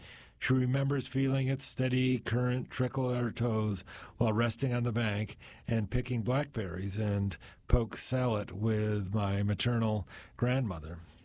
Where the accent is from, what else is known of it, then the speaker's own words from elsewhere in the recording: Nashville, Tennessee, United States; My hometown of Nashville was not an exception.